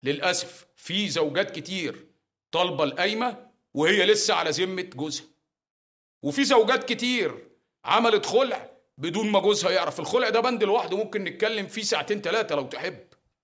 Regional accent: Alexandria, Alexandria Governorate, Egypt; accent: Alexandrian; يعني أنا لهجتي كاسكندراني غير لهجة البورسعيدي غير لهجة اللي في جينا.

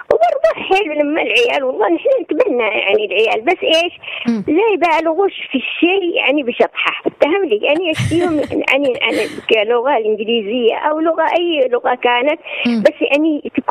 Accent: Aden, Yemen; accent: Adeni; لغتنا اللهجة العدنية

